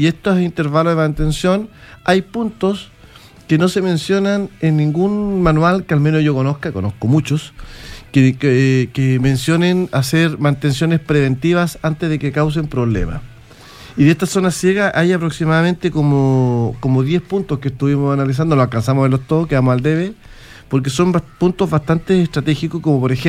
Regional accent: Santiago, Santiago Metropolitan Region, Chile; Yo soy de Santiago.

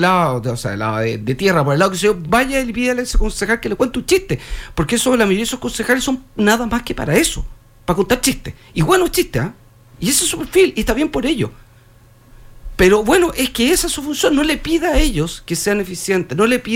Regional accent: Tarapacá, Chile; nosotros vivimos en el mundo Vilsipaps. O sea, Tarapacá es una región de Vilsipaps.

